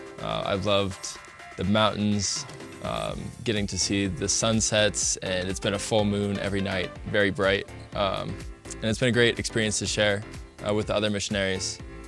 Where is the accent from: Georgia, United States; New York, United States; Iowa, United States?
Iowa, United States; Des Moines; I'm visiting Mexico for my first time. I'm from Des Moines, Iowa in the States, and I study at Ave Maria University.